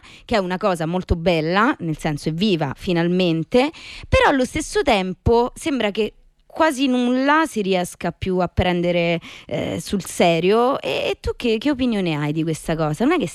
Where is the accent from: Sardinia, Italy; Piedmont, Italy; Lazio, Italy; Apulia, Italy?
Lazio, Italy; Rome; E io sono di Dure Vecchia, quindi okay, capito.